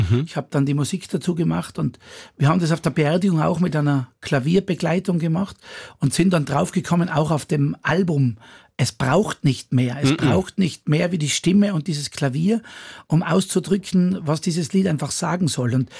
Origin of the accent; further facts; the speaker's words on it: Ried im Zillertal, Tyrol, Austria; Genau, in meinem Heimatort in Ried.